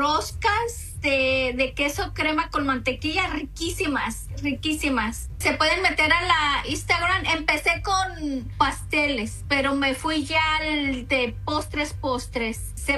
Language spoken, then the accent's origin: Spanish; La Barca, Jalisco, Mexico; Yo soy de La Barca, Jalisco.